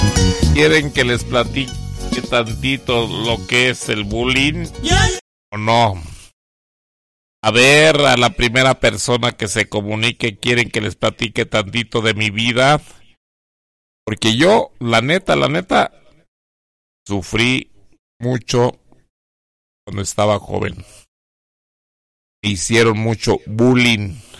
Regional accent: Huetamo, Michoacán, Mexico; born there; moved away; Y yo soy de Tierra Caliente. Yo nací en Huetamo, Michoacán, en el barrio de Dolores, en esta tierra caliente de Huetamo, Michoacán.

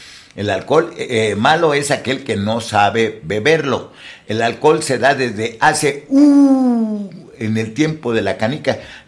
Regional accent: Mexico; nosotros, en buen plan, como mexicanos

